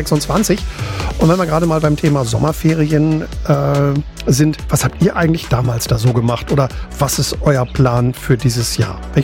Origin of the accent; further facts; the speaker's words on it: Cuxhaven, Lower Saxony, Germany; ich bin in Cuxhaven aufgewachsen